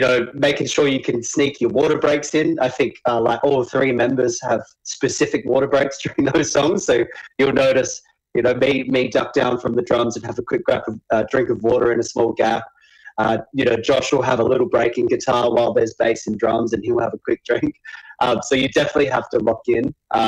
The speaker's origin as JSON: {"language": "English", "town": "Adelaide", "region": "South Australia", "country": "Australia", "said": "We love Adelaide. I'm originally from Adelaide, so any way to help a small festival grow there."}